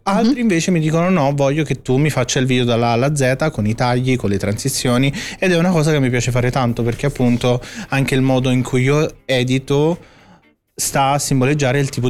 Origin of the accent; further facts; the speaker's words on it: Naples, Campania, Italy; perché anche a me piace tanto cucinare da buon napoletano quale sono.